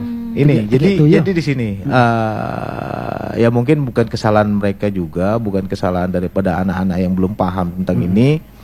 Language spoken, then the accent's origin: Indonesian; Balikpapan, East Kalimantan, Indonesia; Jadi kayak ini, yang saya tahu memang saya lahir dan besar itu di Balikpapan.